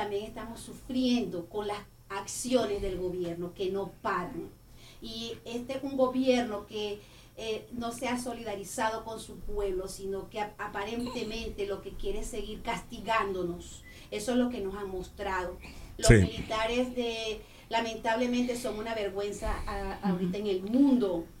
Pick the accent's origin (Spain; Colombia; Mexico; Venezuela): Venezuela; moved away